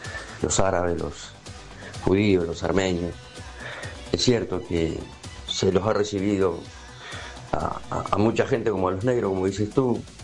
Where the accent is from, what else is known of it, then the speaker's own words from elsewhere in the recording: Uruguay; also born or lived in Buenos Aires; now in Brazil; bueno, estoy aquí en Brasil, soy de Uruguay, hace 10 años estoy en este país, viví 15 años en Buenos Aires